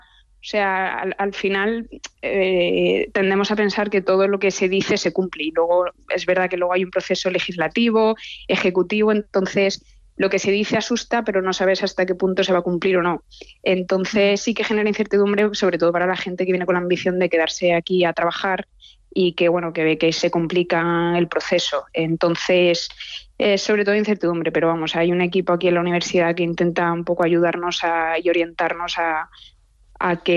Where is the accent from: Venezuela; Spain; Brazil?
Spain; moved away as an adult; now in Boston, United States